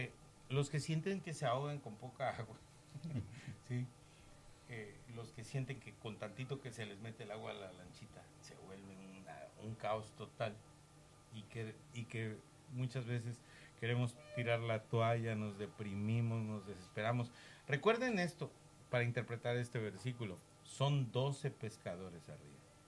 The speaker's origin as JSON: {"language": "Spanish", "region": "Quintana Roo", "country": "Mexico", "said": "Pasé Wilma en Cancún, porque soy de Quintana Roo"}